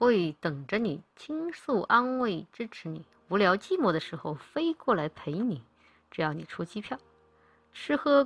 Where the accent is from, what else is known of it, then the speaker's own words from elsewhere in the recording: Chongqing, China; 还有我们重庆那边就是谈恋爱叫刷朋友，以及就不像你们那个北方说叫处对象之类的。